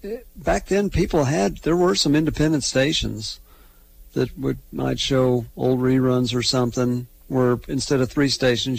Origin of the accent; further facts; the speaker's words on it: Oklahoma City, Oklahoma, United States; I grew up in Oklahoma City. We didn't have WGN. We had ABC, NBC, and CBS.